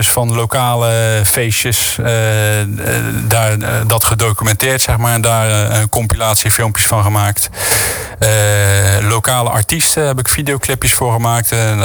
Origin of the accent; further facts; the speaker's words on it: Dordrecht, South Holland, Netherlands; Geboren en getogen in Sterrenburg.